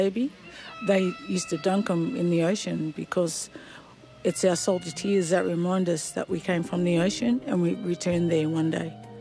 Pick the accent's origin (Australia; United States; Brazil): Australia; Sydney, New South Wales; born there; Well, I was born in Sydney, so I'm very much connected with my languages from Goombangi, Yagal, North Coast, all the way down to La Perouse and then down to Rook Bay and Jervis Bay.